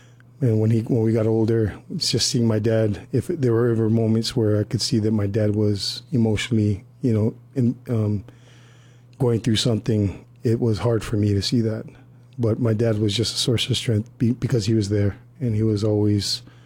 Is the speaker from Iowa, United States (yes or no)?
no; Colorado Springs, Colorado, United States; now in Hawaii, United States; So much of my childhood was in Colorado Springs, and we moved here to, we moved back to Hawaii when I was about 11, 12 years old.